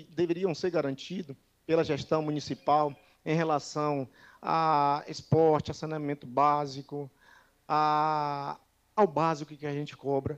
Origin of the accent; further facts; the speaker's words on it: Bahia, Brazil; born there; Picado, terra onde eu nasci.